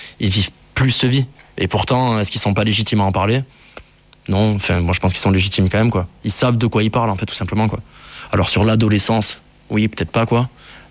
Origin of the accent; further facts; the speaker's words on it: Occitanie, France; born there; moved away; Ce truc de grandir à la campagne, partir dans une ville et au final toujours se sentir happé et revenir en fait là où t'as grandi, quoi. Tu vois, l'Aveyron, moi je sais que je finirai ici, quoi.